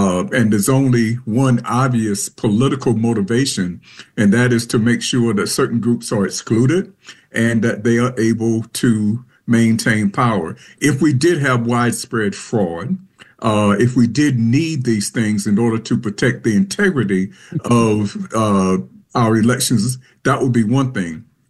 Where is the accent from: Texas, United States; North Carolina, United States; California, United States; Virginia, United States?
North Carolina, United States; I'm from Eastern North Carolina